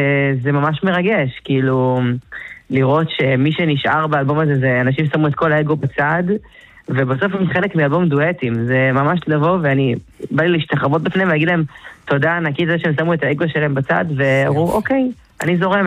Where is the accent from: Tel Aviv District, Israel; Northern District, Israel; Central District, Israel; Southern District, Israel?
Tel Aviv District, Israel; Ramat Gan; אז אני גדלתי ברמת גן, אני born and raised שם, מילדות.